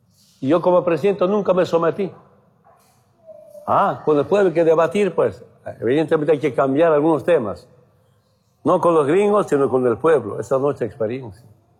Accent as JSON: {"language": "Spanish", "town": "Orinoca", "region": "Oruro", "country": "Bolivia", "tie": "born or raised there", "said": "Sicuriada es la música de mi pueblo, de Orinoca."}